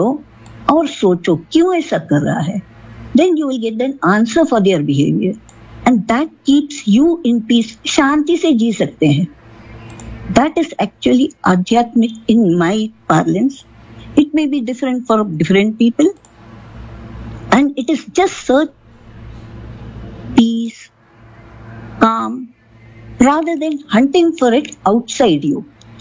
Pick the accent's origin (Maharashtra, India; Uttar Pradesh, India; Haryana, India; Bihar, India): Maharashtra, India; Pune; moved away as an adult; also born or lived in Mumbai; now in Bengaluru, India; मेरा जन्म पुणे में हुआ, education living everything was in Pune, got married and settled in Mumbai for 20 years. उसके बाद पति के जॉब के वजह से we all of us shifted to Bengaluru.